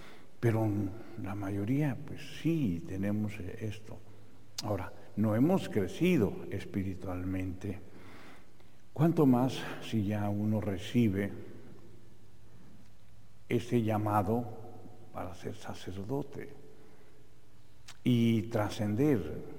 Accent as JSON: {"language": "Spanish", "region": "Mexico City", "country": "Mexico", "tie": "born there", "said": "la parroquia donde yo nací, en esa colonia Ampliación Casas Alemán"}